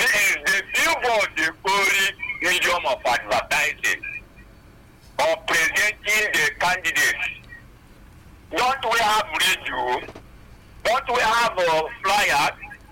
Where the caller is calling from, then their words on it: Isoko, Delta, Nigeria; I'm calling from Isoko.